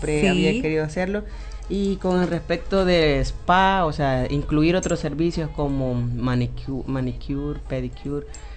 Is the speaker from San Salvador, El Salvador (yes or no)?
yes; San Salvador, El Salvador; now in Metapán, El Salvador; yo soy de San Salvador